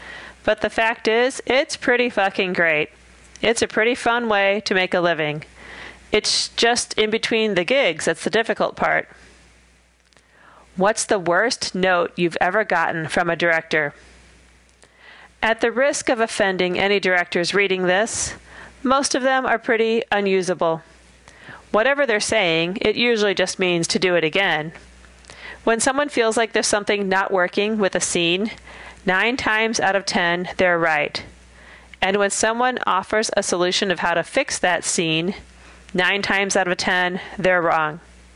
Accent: Modesto, California, United States; And I grew up in Modesto. Modesto is a shit-kicker town.

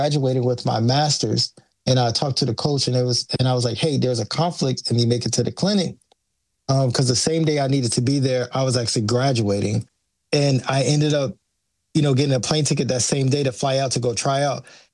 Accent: United States

